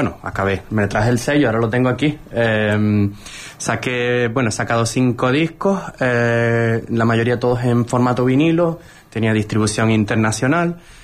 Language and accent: Spanish; Lanzarote, Canary Islands, Spain; moved away; also born or lived in Berlin, Germany; yo soy de aquí de Lanzarote y bueno, llevo ya por aquí de vuelta 4 años y medio porque estuve unos 14 años y pico en Alemania, principalmente en Berlín